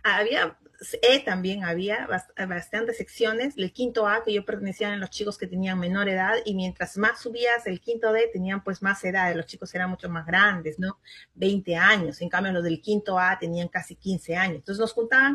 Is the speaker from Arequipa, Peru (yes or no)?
no; Lima, Peru; also born or lived in Bolivia / Puno, Peru; yo vinimos de Bolivia, pasamos por Puno y de frente nos pasamos a Lima. Después me quedé en Puno pues casi que en mi sexto de primaria y lo terminé acá en Lima